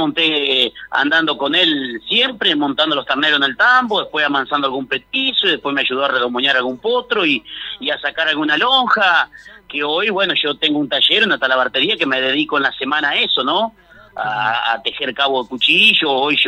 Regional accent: Villa Moll, Buenos Aires Province, Argentina; now in Moquehuá, Argentina; Soy de acá de la zona de Villamol, partido de Navarro, pero estoy radicado en Moquegua, partido Chivilcoy, ruta 30. Bueno, acá me formé mi hogar

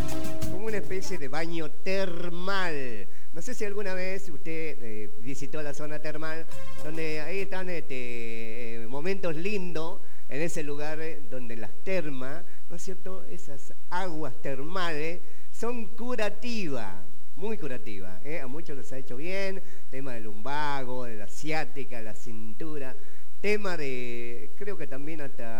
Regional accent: Argentina

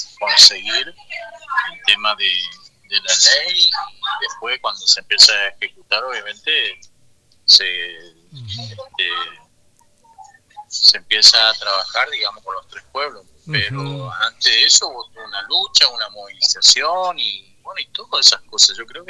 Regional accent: La Leonesa, Chaco, Argentina; Yo estoy en este momento estoy en la ciudad de Resistencia, estoy a 80 kilómetros de mi localidad. Ajá. Yo estoy en la Leonesa.

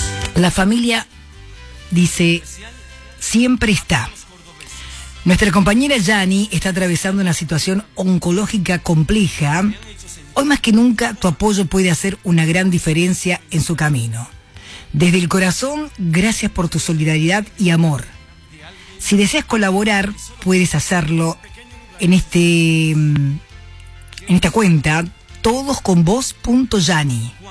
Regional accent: Córdoba, Argentina; soy cordobés, claro, porque somos cordobeses, y hacemos obviamente el aguante a Belgrano.

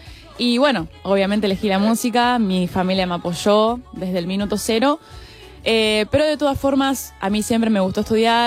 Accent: Zavalla, Santa Fe, Argentina; soy de Zavalla desde que nací.

